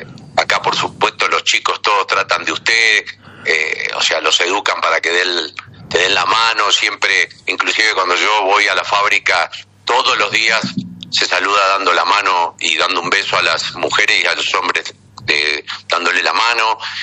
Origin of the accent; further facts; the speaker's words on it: Argentina; now in Ecuador; para mí Ecuador fue un paraíso comparado en el momento que yo me vine de Argentina